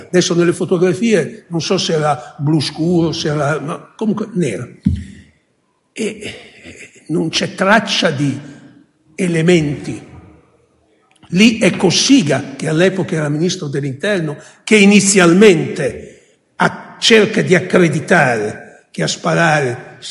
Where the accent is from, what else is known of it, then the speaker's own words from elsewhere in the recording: Calabria, Italy; mi ha dato del bastardo, io sono calabrese, non posso tollerare questo epiteto.